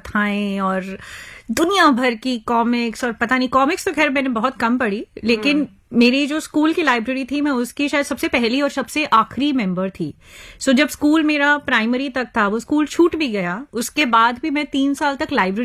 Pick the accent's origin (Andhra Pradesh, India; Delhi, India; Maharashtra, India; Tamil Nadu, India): Delhi, India; मैं दिल्ली में ही पली बड़ी, सरोजनी नगर में ही पैदा हुई, आंख खुली, मेरी शादी भी वहीं से हुई